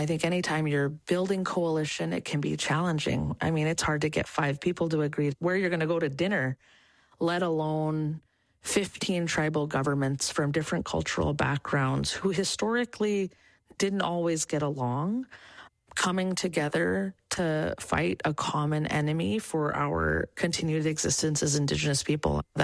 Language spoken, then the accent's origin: English; Clark's Point, Alaska, United States; my grandmother was Muntjoc, and I was raised with her in Clark's Point in Bristol Bay.